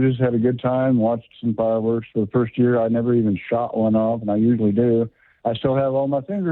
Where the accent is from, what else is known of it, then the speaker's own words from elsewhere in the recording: Kansas, United States; You got, well, we're both originally from Kansas.